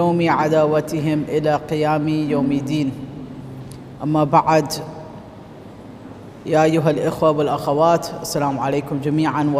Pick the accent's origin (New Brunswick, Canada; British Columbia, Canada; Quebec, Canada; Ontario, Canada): Ontario, Canada; Toronto; moved away; And I was brought up in the West. I mean, brought up in Toronto. I'm a native of Toronto, brought up there.